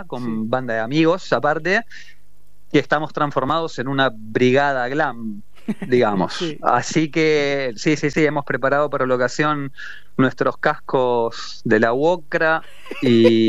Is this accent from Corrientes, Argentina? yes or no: no; Haedo, Buenos Aires Province, Argentina; soy un fiel representante del oeste del conurbano